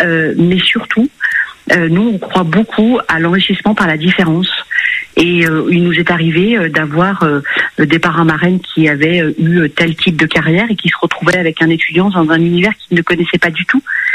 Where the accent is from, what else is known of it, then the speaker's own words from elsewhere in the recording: Lyon, Auvergne-Rhône-Alpes, France; Je suis une pure lyonnaise.